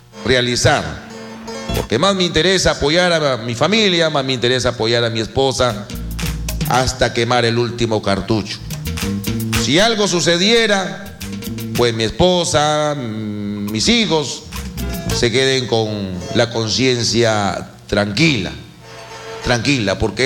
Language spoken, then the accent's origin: Spanish; Talara, Piura, Peru; Bueno, yo soy de Talara.